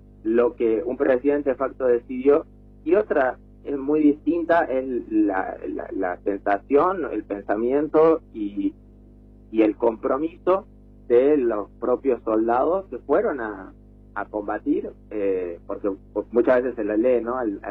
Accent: Argentina

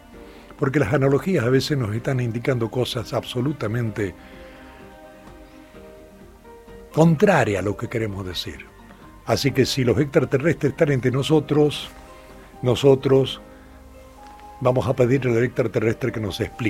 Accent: Argentina; Soy argentino.

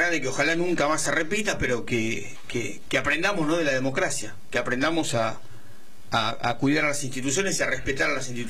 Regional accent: Quilmes, Buenos Aires Province, Argentina; a todos los que somos de Quilmes, Berazategui y Varela

